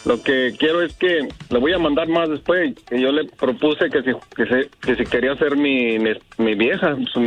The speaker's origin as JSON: {"language": "Spanish", "town": "Torreón", "region": "Coahuila", "country": "Mexico", "said": "Es de Torreón y yo soy de Torreón"}